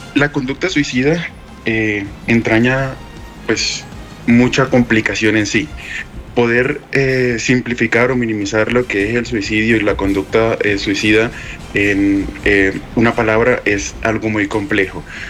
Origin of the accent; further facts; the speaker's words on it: Maicao, La Guajira, Colombia; moved away as an adult; now in Pasto, Colombia; Yo soy nacido y criado en Maicao. Estudié todo el colegio en Maicao y, bueno, ya por temas educativos tuve que desplazarme fuera de la ciudad para poder estudiar.